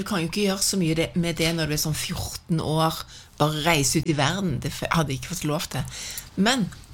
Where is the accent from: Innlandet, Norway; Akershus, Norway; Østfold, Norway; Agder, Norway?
Agder, Norway; Sirdal; vi bodde I en bygd, Sirdal, Sør-Vestlandet. Og der jeg vokste opp, og det mye bra med å bo I en bygd, alle kjenner alle, det mye omsorg I bygd